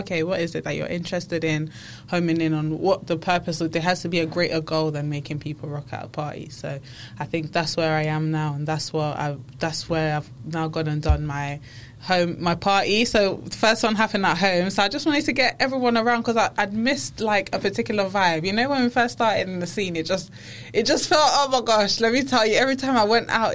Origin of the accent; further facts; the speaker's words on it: London, United Kingdom; born there; also born or lived in Kinshasa, Congo; Came over with family, but I've been in London since I was about 6, 7 years old. So, I'm a Londoner.